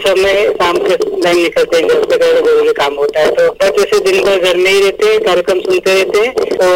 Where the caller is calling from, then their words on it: Ujjain district, Madhya Pradesh, India; जी मैं ग्राम बछोड़ा तहसील नागदा जिला उज्जैन से … बोल रहा हूँ।